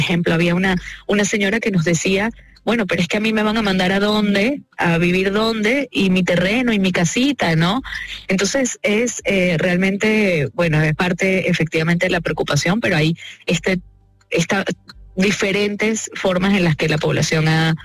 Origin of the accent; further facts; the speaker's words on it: Caracas, Capital District, Venezuela; moved away; a pesar de que soy caraqueña.